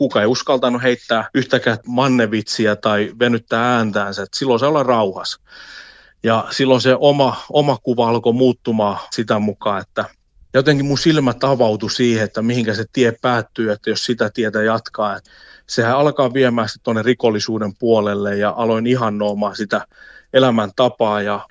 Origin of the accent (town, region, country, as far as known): Kurikka, South Ostrobothnia, Finland; born there; also born or lived in Stockholm, Sweden